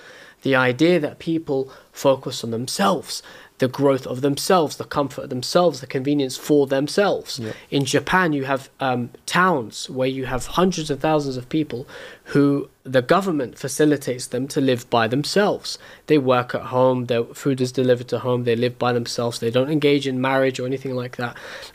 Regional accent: London, United Kingdom; I feel reflecting growing up in London, which I would argue, I don't know about you, Sheikh, but I feel London is the hub of Western Shiism.

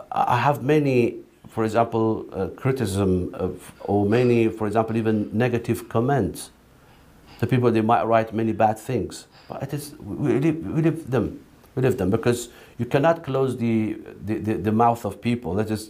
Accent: Afghanistan; English is a second language; also born or lived in Iran; Because I was from Afghanistan and I was in Iran, and I was reciting in front of people from Iran.

